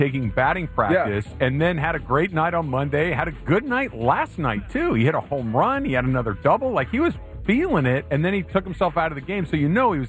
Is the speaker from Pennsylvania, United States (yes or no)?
yes; Philadelphia, Pennsylvania, United States; when I was growing up in Philly